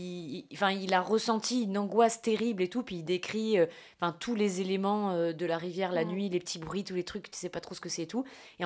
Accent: Mayotte; born or raised there

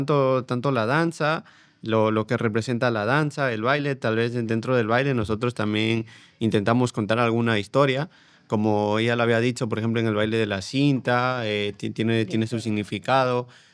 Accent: Ecuador; moved away; no solo somos ecuatorianos

